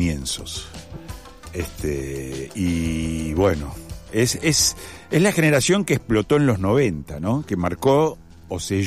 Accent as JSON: {"language": "Spanish", "region": "Buenos Aires", "country": "Argentina", "tie": "born there", "also_born_or_lived": "Rosario", "said": "Yo soy rosarino. Nací en Rosario, por accidente y por no, porque en realidad mi vieja es de Rosario, mi viejo es porteño, se enamoró mi viejo, se fue a vivir a Rosario y ahí nacimos. Después nos volvimos a Buenos Aires"}